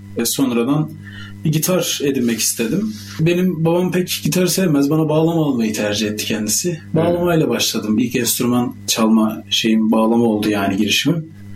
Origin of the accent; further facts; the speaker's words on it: Beyşehir, Konya, Turkey; Konya Beyşehirliyim. 2003 doğumluyum.